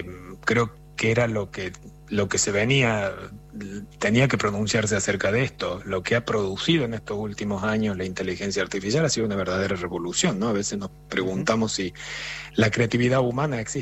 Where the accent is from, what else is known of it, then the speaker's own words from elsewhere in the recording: Argentina; Digamos primero como argentino porque es argentino como nosotros.